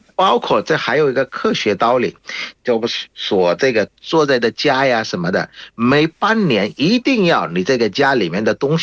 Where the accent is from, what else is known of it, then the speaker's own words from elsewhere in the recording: Bangladesh; Chinese is a second language; 我是来自于孟加拉国的